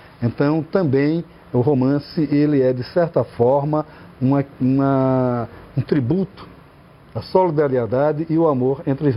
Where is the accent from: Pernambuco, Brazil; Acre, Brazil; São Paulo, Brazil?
Pernambuco, Brazil; Recife; moved away as an adult; now in Brasília, Brazil; Aos 18 anos saí do Recife e fui morar em Brasília. Moro em Brasília desde então.